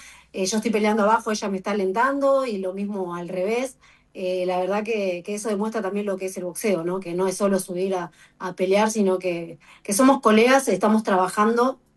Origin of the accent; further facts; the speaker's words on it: Argentina; estamos todos unidos como argentinos